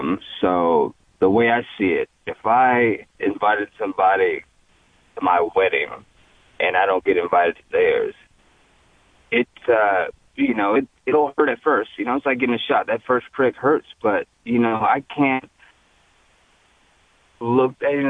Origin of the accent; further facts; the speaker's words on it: Juneau, Alaska, United States; moved away; also born or lived in New York / New Jersey / Texas; I grew up in Juneau, Alaska. Like, I lived in New York, Jersey, Texas